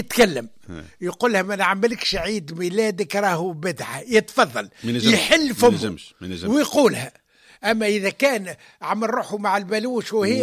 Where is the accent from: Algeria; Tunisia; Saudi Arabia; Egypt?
Tunisia